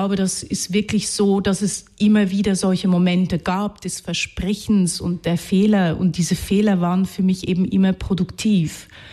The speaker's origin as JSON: {"language": "German", "region": "Zurich", "country": "Switzerland", "tie": "born there", "accent": "Zürichdeutsch", "first_language": "Hungarian", "second_language": "German", "said": "ich habe zuerst Ungarisch gesprochen, dann habe ich das Ungarische nicht mehr brauchen können außerhalb der Familie. Dann habe ich Zürichdeutsch gelernt"}